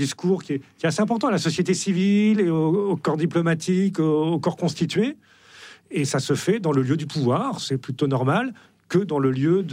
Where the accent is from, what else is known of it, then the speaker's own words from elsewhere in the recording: Saint-Omer, Hauts-de-France, France; J'ai grandi à Saint-Omer, qui est une petite ville du Pas-de-Calais, qui a une cathédrale.